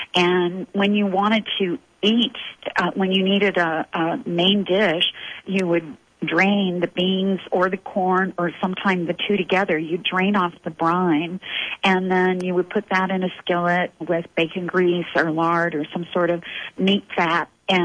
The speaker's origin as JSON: {"language": "English", "town": "Corbin", "region": "Kentucky", "country": "United States", "tie": "born or raised there"}